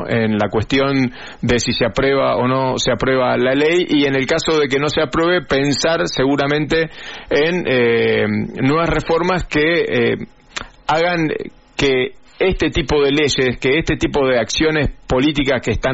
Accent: Argentina

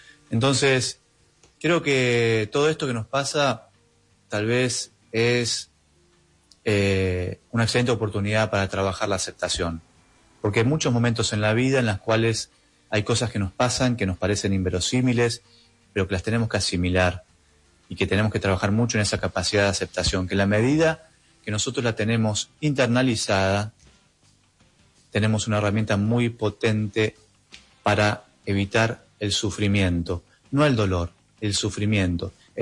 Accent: Argentina; Soy argentino, soy médico especialista en medicina del estrés

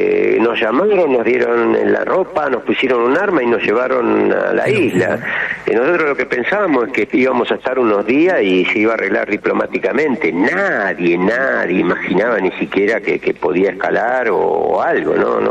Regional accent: Argentina; nosotros los argentinos

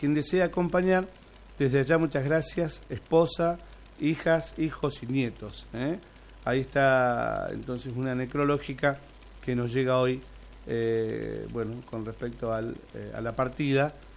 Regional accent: Argentina; como somos argentinos, mezclamos todo.

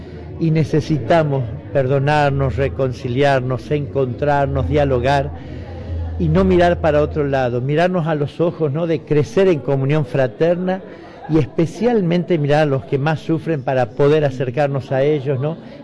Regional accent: Tucumán, Argentina; Nos ha servido a nosotros como tucumanos

